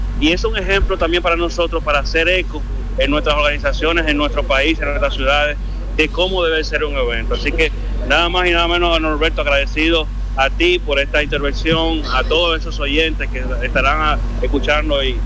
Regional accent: Dominican Republic; now in Paris, France

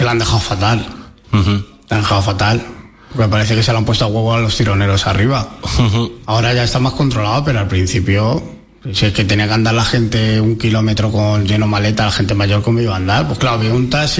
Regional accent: Madrid, Community of Madrid, Spain; Mira que yo soy madrileño y me conozco Madrid de pe a pa

